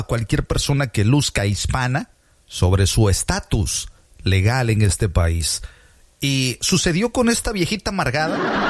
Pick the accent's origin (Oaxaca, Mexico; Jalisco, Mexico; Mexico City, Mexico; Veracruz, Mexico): Veracruz, Mexico; Tierra Blanca; born there; allá en mi pueblo, allá en Tierra Blanca, Veracruz